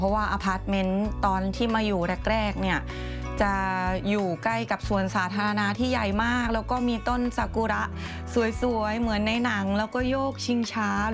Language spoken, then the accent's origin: Thai; Isan, Thailand; moved away as an adult; now in Japan